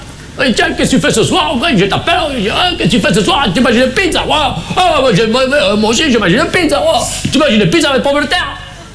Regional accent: Provence-Alpes-Côte d'Azur, France; La vraie spécialité de chez nous, en Provence, c'est la pizza.

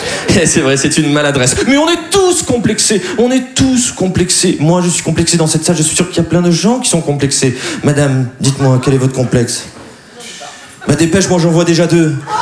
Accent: Dunkirk, Hauts-de-France, France; now in Paris, France; Eh ben moi, je suis de Dunkerque et vous voyez bien, je parle bien.

